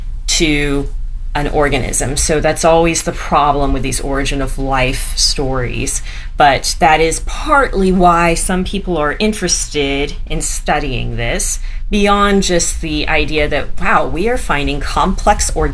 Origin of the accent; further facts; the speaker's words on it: Texas, United States; accent: Texan; and I'll say this with my Texan accent.